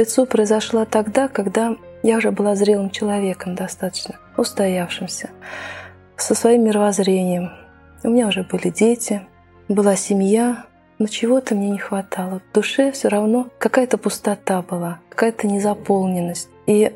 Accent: Kazan, Tatarstan, Russia; moved away as an adult; now in Nizhny Novgorod, Russia; Я сама родом из Казани. Прожила там 20 лет до того, как вышла замуж и переехала сюда, в Нижний Новгород.

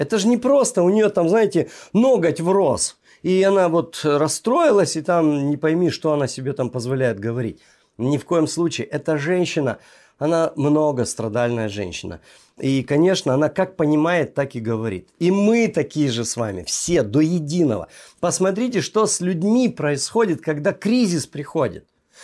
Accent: Caucasus, Russia; Я вырос на Кавказе, многонациональном Кавказе, где у нас все рядом жили, там, да, и дагестанцы, и все.

